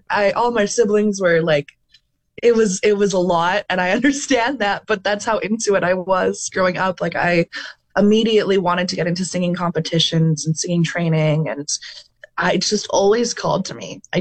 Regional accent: Pinawa, Manitoba, Canada; born there; I was born in Pinawa, Manitoba, and love nature as a result of that.

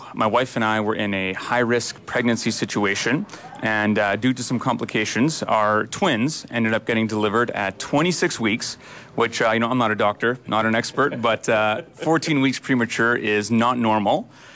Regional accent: Blumenort, Manitoba, Canada; we're local. We're from Bloemenort here.

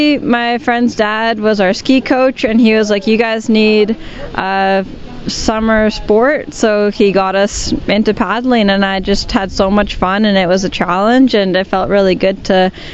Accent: Winnipeg, Manitoba, Canada; I'm from Winnipeg, Manitoba, and so I'm just here helping out today

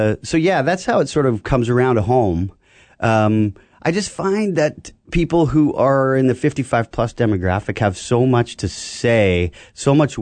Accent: Carman, Manitoba, Canada; I'm such a fan of old school Manitoba stories. Like the rural, I grew up in Carmen, Manitoba.

